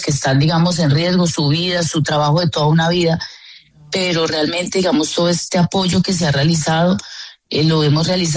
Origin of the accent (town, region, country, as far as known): Colombia